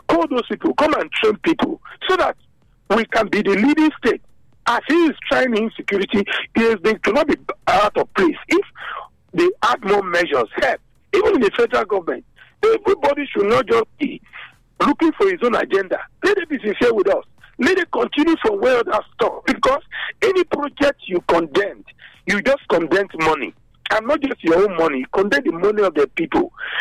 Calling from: Benin City, Edo, Nigeria; Yes, I'm calling from Mission Road.

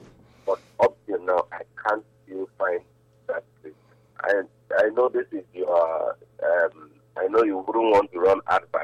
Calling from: Benin City, Edo, Nigeria

